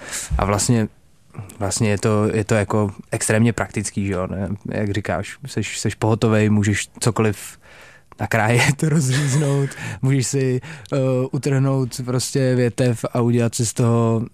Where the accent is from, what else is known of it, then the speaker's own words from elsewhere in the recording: Čelákovice, Central Bohemian Region, Czechia; Hele, já jsem původem z Čelákovic, takže...